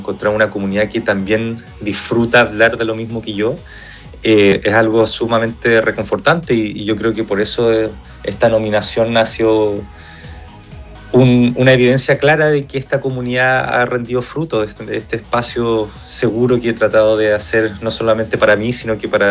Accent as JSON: {"language": "Spanish", "country": "Chile", "said": "entonces estoy todavía en esa campaña de convencer de que soy chileno"}